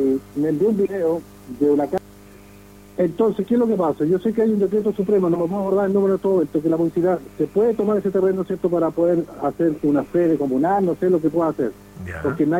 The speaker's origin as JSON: {"language": "Spanish", "town": "Coronel", "region": "Biobío", "country": "Chile", "tie": "born or raised there", "moved": "yes", "lives_now": "Melipilla, Chile", "said": "yo soy oriundo de Coronel"}